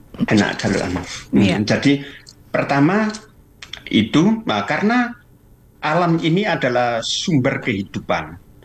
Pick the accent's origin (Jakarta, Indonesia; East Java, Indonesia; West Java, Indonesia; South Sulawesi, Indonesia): East Java, Indonesia; saya ini orang Tengger